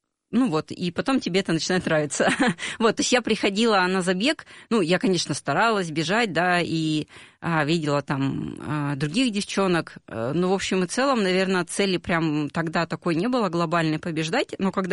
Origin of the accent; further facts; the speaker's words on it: Yekaterinburg, Sverdlovsk Oblast, Russia; у нас в Екатеринбурге. Вообще я из Екатеринбурга.